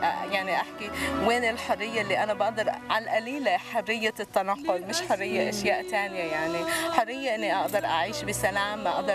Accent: Bethlehem, West Bank, Palestine; كفلسطينية مسيحية في نشأت في هذا المكان في بيت لحم

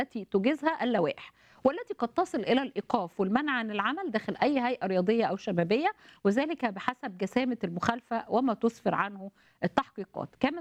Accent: Egypt; بتعلمنا كلنا ازاي نكون بنحب مصر بلدنا وننتمي ليها ونصلي لاجلها.

